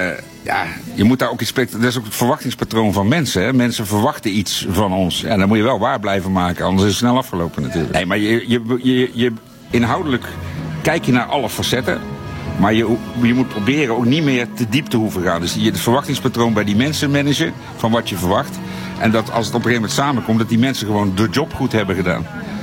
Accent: 's-Hertogenbosch, North Brabant, Netherlands; Ik kom zelf uit Brabant, Den Bosch, dus dan ben je dat 1 keer per jaar heel erg gewend om te verkleden.

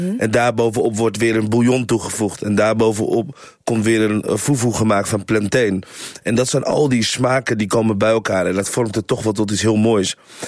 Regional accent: Friesland, Netherlands; now in Amsterdam, Netherlands; Toen ik in Friesland woonde, dacht ik altijd bij mezelf, ik ben een Friese jongen

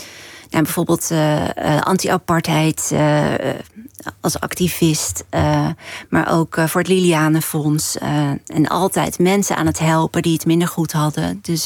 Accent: Vlijmen, North Brabant, Netherlands; Een geweldige dorp waar ik ben opgegroeid.

